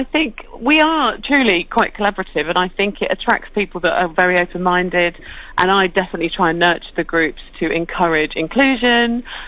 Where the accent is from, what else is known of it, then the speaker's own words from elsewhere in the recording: St Neots, East of England, United Kingdom; Cambridge, which is my home stomping ground. I grew up in St. Neots.